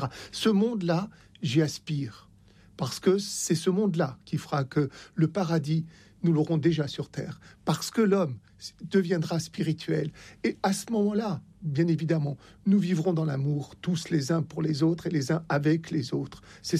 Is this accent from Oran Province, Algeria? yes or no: yes; Oran, Oran Province, Algeria; born there; moved away; Je suis né à Oran.